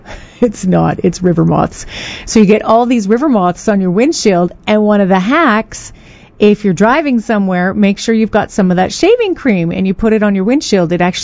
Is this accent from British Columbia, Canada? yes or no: yes; British Columbia, Canada; now in Calgary, Canada; I grew up in the Kootenays